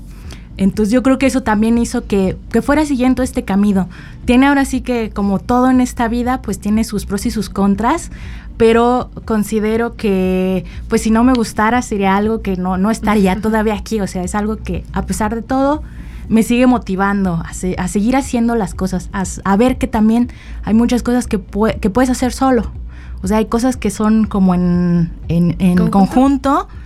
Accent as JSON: {"language": "Spanish", "region": "San Luis Potosí", "country": "Mexico", "said": "Igual que mi predecesora, también soy de aquí de San Luis."}